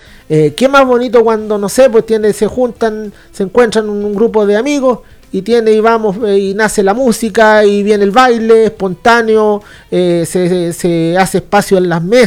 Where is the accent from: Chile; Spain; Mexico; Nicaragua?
Chile